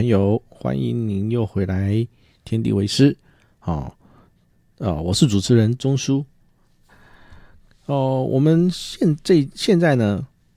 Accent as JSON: {"language": "Chinese", "country": "Taiwan", "said": "因为我们台湾人太多人是近视，有近视的问题，也有散光的问题。"}